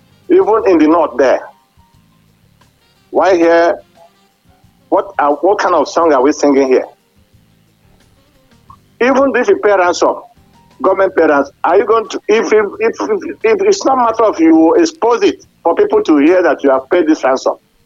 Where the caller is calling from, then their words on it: Ibadan, Oyo, Nigeria; I'm calling here in Ibadan.